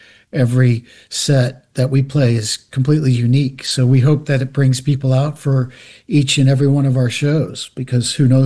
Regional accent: San Francisco Bay Area, California, United States; we come from the San Francisco Bay Area

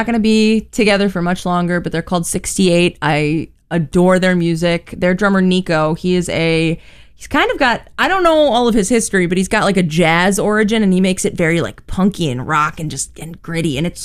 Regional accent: Wisconsin, United States; moved away as an adult; now in Chicago, United States; Well, I'm from Wisconsin

